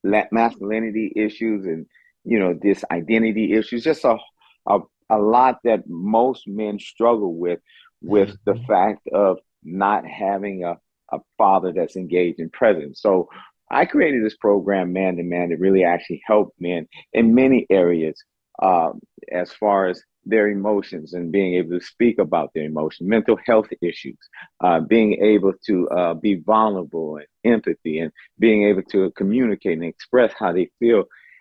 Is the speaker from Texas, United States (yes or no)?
no; Oakland, California, United States; I'm from Oakland, California, and born and raised there.